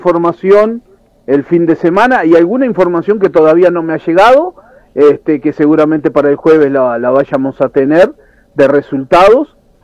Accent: Uruguay; Y vio cómo somos los uruguayos.

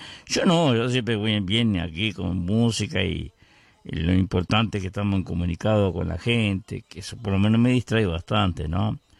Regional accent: Uruguay; siendo uruguayo

